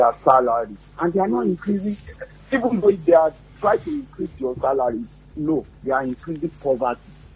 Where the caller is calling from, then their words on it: Oyo, Nigeria; from Oliyole.